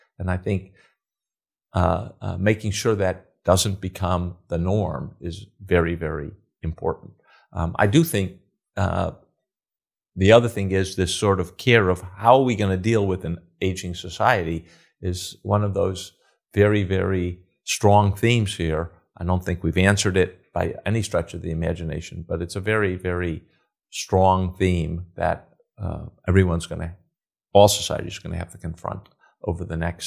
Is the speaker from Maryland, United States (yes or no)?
no; Chicago, Illinois, United States; when I was growing up in Chicago, you know, going to a Cubs game, sitting in the bleachers was $1.